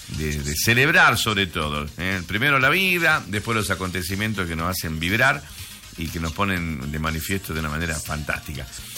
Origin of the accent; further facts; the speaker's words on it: Campo Santo, Salta, Argentina; Comenzamos un grupo lindo de chicos ahí de mi pueblo Camposanto, algunos compañeros de colegio.